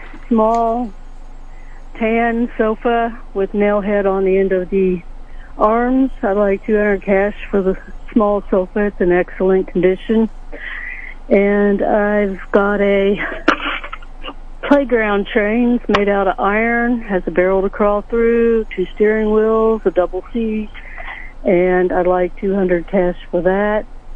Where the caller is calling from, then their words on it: Sedalia, Missouri, United States; Oh, I'm calling from Sedalia, Missouri.